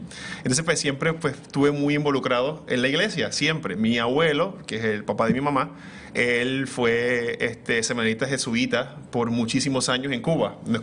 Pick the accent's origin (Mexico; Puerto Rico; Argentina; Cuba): Puerto Rico; now in Miami, United States; sacerdote escolapio de la Orden de los Padres Escolapios. Soy originario de Puerto Rico, pero ahora mismo pues resido aquí en Miami